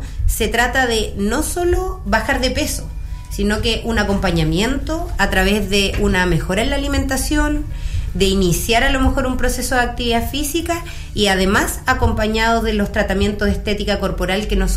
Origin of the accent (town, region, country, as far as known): Chile